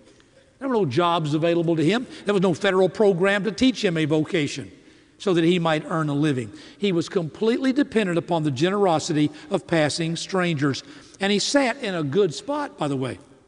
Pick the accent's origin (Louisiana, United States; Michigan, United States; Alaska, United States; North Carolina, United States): North Carolina, United States; Greensboro; I'm from Greensboro, North Carolina, so give me this liberty with this statement.